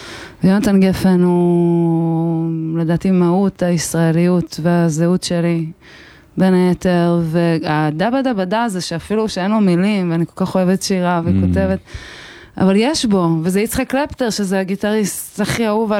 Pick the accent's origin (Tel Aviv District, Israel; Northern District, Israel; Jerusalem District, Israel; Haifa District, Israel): Northern District, Israel; Dafna; אני מדפנה היפה. מזה השנה וחצי פלוס האחרונות, מאז שחזרנו מהפינוי.